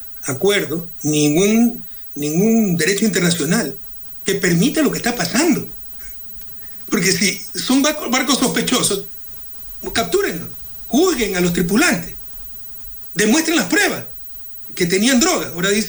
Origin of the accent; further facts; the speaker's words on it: Ecuador; yo no puedo permitir como ecuatoriano